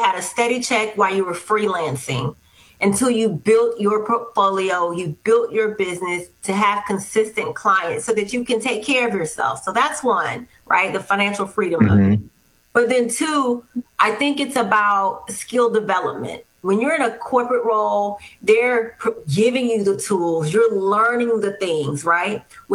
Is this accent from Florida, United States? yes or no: yes; Miami, Florida, United States; Miami's my hometown.